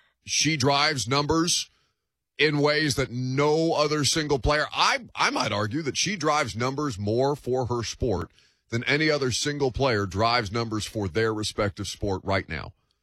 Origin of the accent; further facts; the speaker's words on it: Indiana, United States; I'm from Indiana. I went to Indiana.